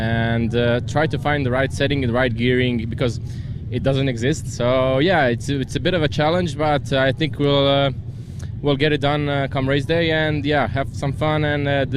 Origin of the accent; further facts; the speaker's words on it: Zagreb, City of Zagreb, Croatia; I'm from Zagreb, Croatia.